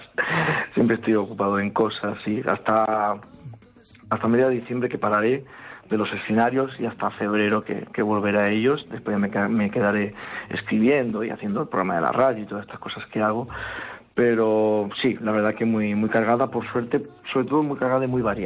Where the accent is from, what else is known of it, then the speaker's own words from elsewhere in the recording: Elche, Valencian Community, Spain; yo soy de Elche, de Alicante, o sea, sureste.